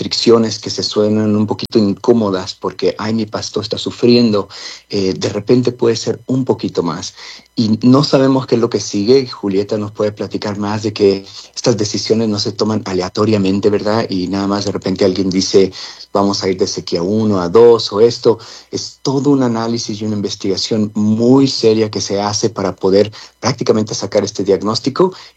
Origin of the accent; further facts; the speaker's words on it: Mexico; now in Denver, United States; Yo crecí en México donde la presión del agua venía de gravedad y del tinaco, ¿verdad? Donde no había esa presión.